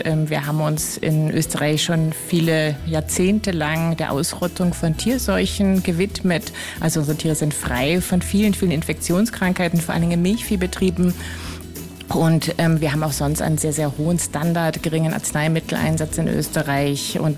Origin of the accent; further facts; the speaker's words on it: North Rhine-Westphalia, Germany; now in Vienna, Austria; Genau, ich bin in der Nähe von Köln aufgewachsen, habe aber einen Tiroler Vater, einen Kärntner Ehemann, daher bin ich auch sehr oft und gerne in Kärnten.